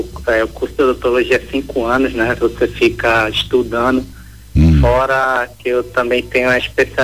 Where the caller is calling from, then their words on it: Recife, Pernambuco, Brazil; Eu falo de Recife, padre.